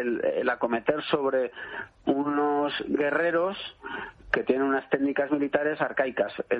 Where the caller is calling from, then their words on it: Cuenca, Castilla-La Mancha, Spain; En mi pueblo, en Cuenca estoy.